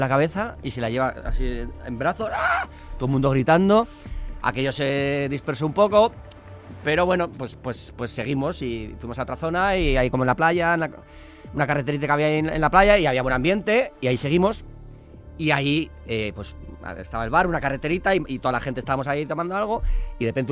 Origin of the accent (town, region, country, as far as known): San Sebastián, Basque Country, Spain